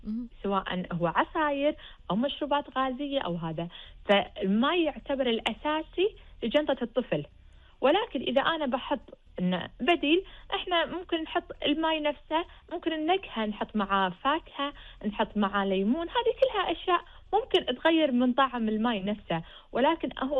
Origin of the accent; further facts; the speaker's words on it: Kuwait; احنا عندنا بالكويت مع الجو الحار